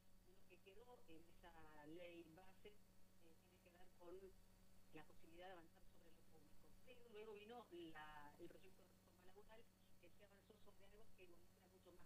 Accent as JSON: {"language": "Spanish", "country": "Argentina", "said": "todos los argentinos"}